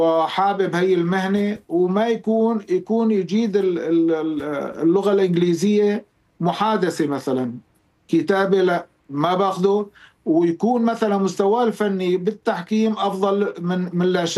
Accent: Syria; بس نحن تحكيمنا متراجع خلال الفترة، ذكرنا نحن عدى علينا حرب 14 سنة ما قليلة

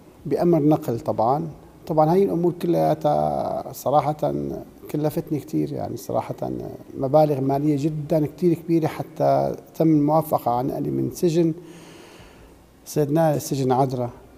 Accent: Rif Dimashq, Syria; قلت له انا من الغوطه

